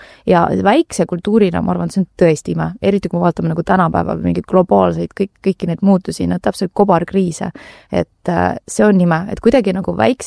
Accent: Tallinn, Harju County, Estonia; born or raised there

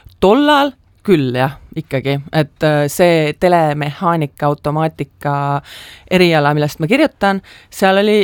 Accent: Tallinn, Harju County, Estonia; Ma ise kasvasin Sõpruse puiesteel üles

